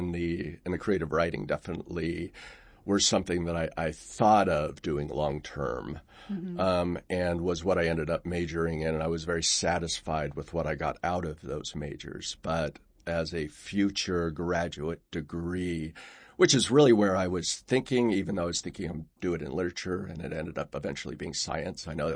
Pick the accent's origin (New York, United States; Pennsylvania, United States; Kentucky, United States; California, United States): California, United States; El Cajon; I grew up in Southern California. So in a place called El Cajon, which is outside of just east of San Diego.